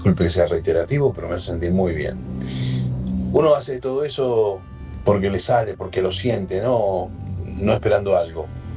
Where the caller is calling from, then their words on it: Wilde, Buenos Aires Province, Argentina; de Wilde.